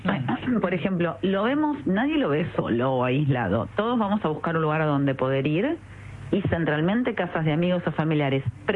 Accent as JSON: {"language": "Spanish", "country": "Argentina", "said": "nosotros como argentinos"}